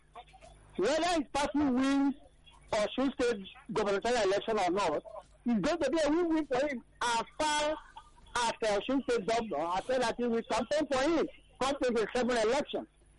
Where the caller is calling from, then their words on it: Abuja, Federal Capital Territory, Nigeria; I'm calling from Abanja, Mr. Sunday.